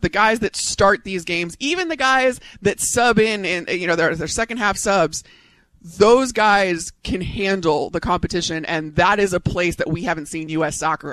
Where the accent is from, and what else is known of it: Chicago, Illinois, United States; born or raised there